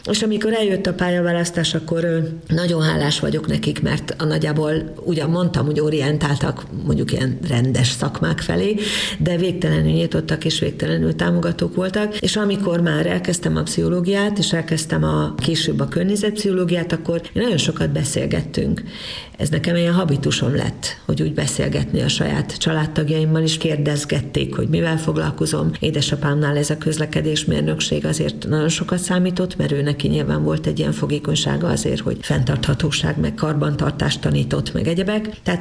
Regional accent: Debrecen, Hajdú-Bihar, Hungary; born there; now in Budapest, Hungary; de összességében azt gondolom, hogy egy ilyen debreceni születésű zuglói ember vagyok, igen.

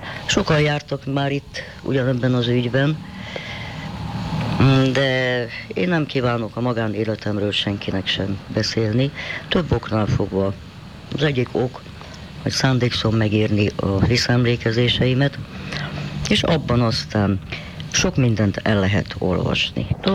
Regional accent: Transylvania, Romania; now in Hungary; Erdélyi vagyok

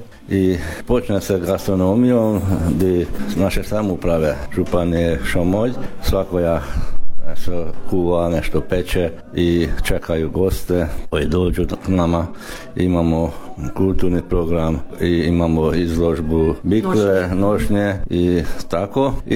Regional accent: Podravina, Croatia; Pa naravno, kod nas u Podravini gostoprimstvo, to je najvažnije.

